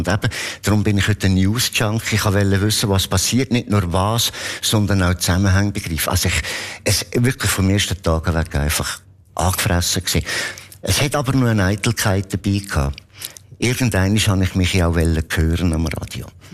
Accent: Lucerne, Switzerland; Und in Bern, ich als Luzerner, durfte ich nicht einmal einen Beitrag auf Mundart lesen.

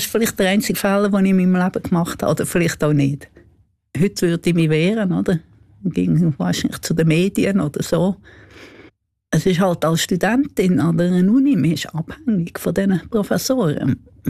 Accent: Solothurn, Switzerland; Ich bin zwar nicht Berner, ich bin Solothurner

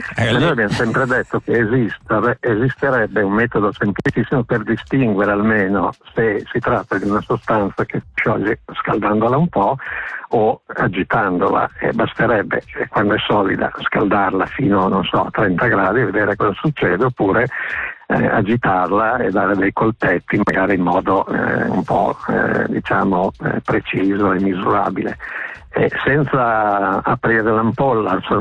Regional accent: Pavia, Lombardy, Italy; born there; now in Treviso, Italy; Io sono nato a Pavia, adesso vivo a Treviso.

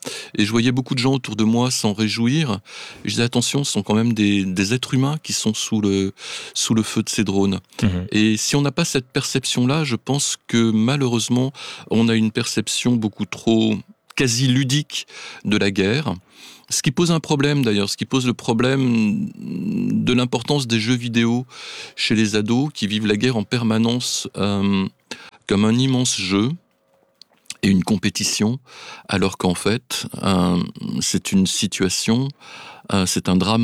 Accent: France; Enfin, en Suisse, vous êtes beaucoup plus civique que chez nous en France.

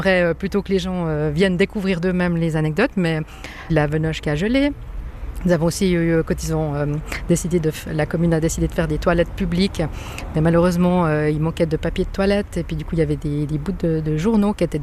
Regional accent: Prévranche, France; born there; Alors moi je suis née à Prévranche, donc c'est vrai que c'est un village qui me tient à cœur.

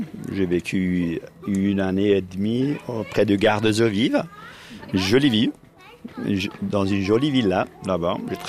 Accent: Kurdistan, Turkey; French is a second language; now in Bern, Switzerland; Je suis né, puis vécu en Kurdistan, en Turquie, puis venu ici avec mes saisons. Pas parler aucun langue ici.

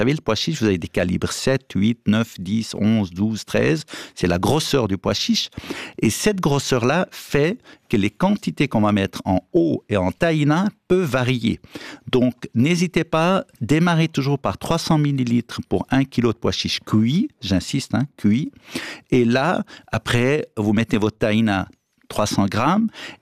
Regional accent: Lebanon; moved away

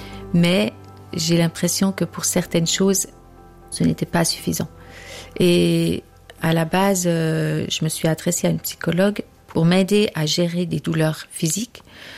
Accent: Burkina Faso; born there; Moi, je suis née au Burkina Faso, de parents missionnaires, et c'était très bien comme ça.

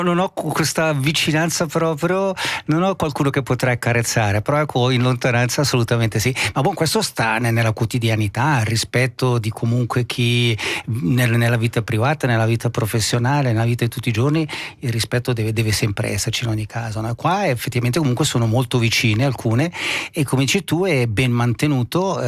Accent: Chironico, Ticino, Switzerland; also born or lived in Gribbio; sono originario di Chironico, Patrizio di Gribbio, quindi Gribbio vuol dire la mia infanzia, fare il fieno dai miei zii

